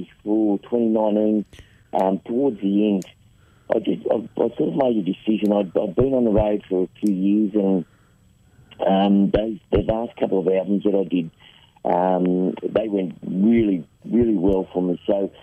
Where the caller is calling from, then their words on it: Tamworth, New South Wales, Australia; In Tamworth, mate, yeah.